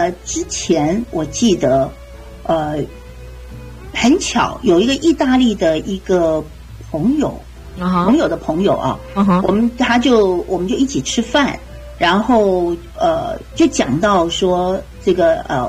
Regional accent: China; 我们中国人有在坐月子，这个是我们的风气啊，也是我们的一个文化

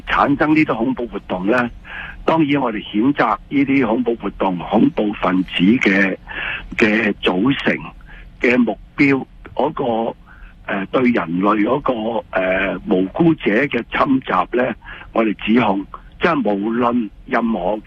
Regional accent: Canada; 可以講喺特朗普對我哋加拿大人嘅關税嗰個嘅襲擊

